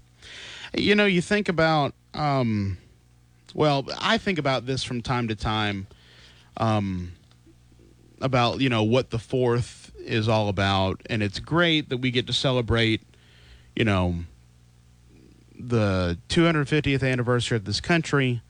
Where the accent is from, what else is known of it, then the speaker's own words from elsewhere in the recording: Mount Airy, North Carolina, United States; I come from Mount Airy, North Carolina. I come from Mayberry.